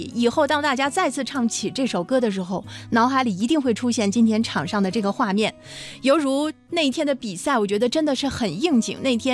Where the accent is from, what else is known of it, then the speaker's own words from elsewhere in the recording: Yunnan, China; 我们云南人